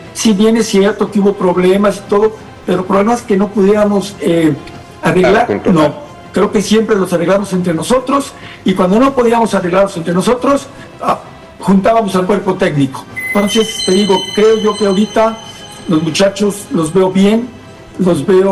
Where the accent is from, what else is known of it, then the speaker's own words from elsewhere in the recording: Mexico; also born or lived in Guadalajara / Mexico City; nosotros nos tuvimos que ir a México a vivir. Yo de Guadalajara me fui, allá tuve el departamento y todo